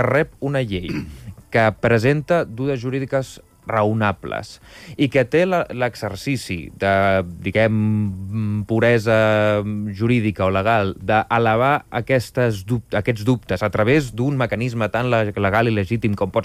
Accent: Catalonia, Spain; això és d'agrair com a català

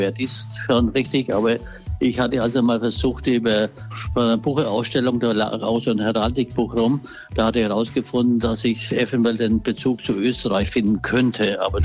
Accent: Bavaria, Germany; accent: rolled R, Franconian; now in Ingelheim area, Germany; Ja, ich bin auch gebürtig aus Mittelfranken. Ich wohne wohnhaft jetzt hier in Ingelheimer Gegend oder Mainzer Gegend

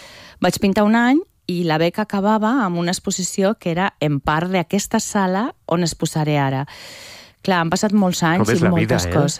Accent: Zaragoza, Aragon, Spain; moved away as an adult; now in Catalonia, Spain; Jo vaig venir a estudiar a Barcelona, soc de Saragossa, vaig venir a estudiar a Barcelona perquè a Saragossa encara no hi ha Facultat de Belles Arts

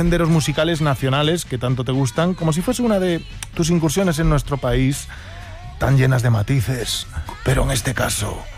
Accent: Galicia, Spain; yo soy muy gallego.

